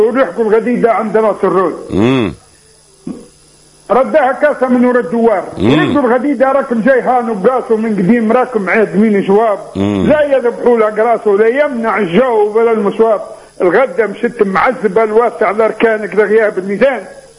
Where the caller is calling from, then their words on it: Tunisia; من الزركين.